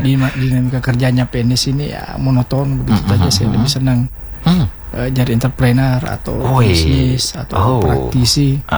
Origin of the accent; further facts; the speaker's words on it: Pinrang, South Sulawesi, Indonesia; Nah, itu saya waktu itu di kampung. Kebetulan kampung saya itu di Pinrang.